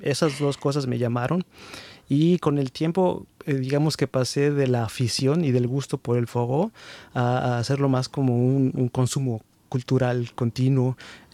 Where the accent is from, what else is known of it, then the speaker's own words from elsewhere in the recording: Mexico; mi identidad como mexicano, que ahí va a ser mucho más difícil de cambiar